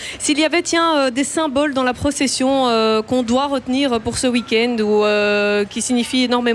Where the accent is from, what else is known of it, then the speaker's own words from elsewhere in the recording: Charleroi, Wallonia, Belgium; moi, je suis Carolo